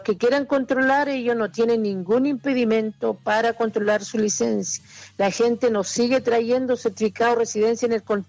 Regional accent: Chile; casi todos como chilenos

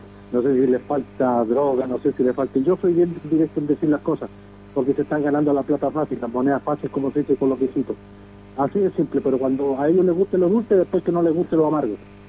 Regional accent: Coronel, Biobío, Chile; now in Melipilla, Chile; yo soy oriundo de Coronel

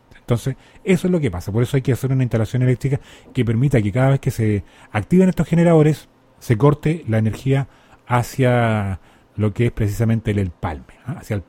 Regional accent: Yungay, Ñuble, Chile; nuestra comuna de Yungay. ¡Pucha, qué linda mi tierra!

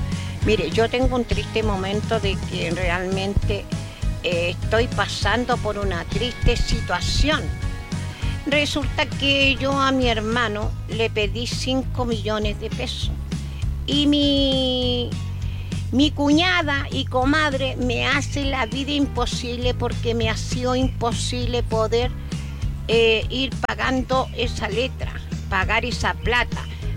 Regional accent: Chile; A veces nosotros como chilenos no hacemos nada.

